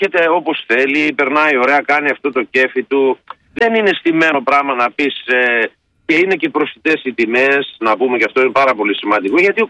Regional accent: Kilkis, Central Macedonia, Greece; εγώ είμαι από τον Κιλκής

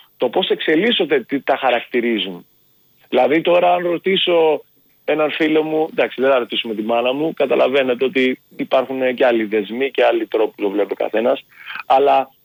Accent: Chania, Crete, Greece; Θεώρησα ότι πρέπει να επιστρέψω στον τόπο μου κάτι εγώ.

